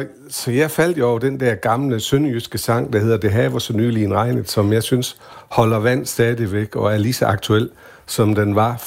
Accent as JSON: {"language": "Danish", "region": "Region of Southern Denmark", "country": "Denmark", "said": "Nu kommer jeg selv herude fra Marsklandet"}